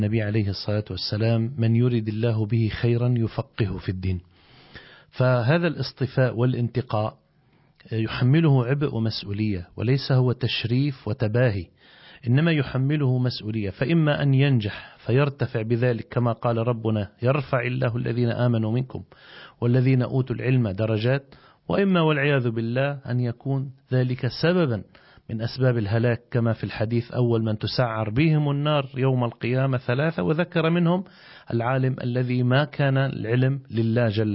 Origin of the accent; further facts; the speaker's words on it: Lebanon; عندنا في لبنان